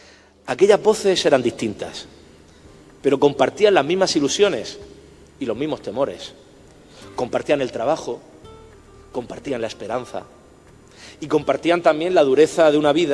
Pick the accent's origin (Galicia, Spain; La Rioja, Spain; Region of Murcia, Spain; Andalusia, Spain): Region of Murcia, Spain; lo que somos como región de Murcia